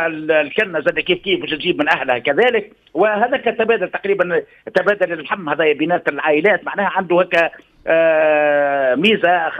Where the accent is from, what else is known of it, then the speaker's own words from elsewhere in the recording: Tunisia; خلينا نقولوا احنا حلويات الجنوب الشرقيه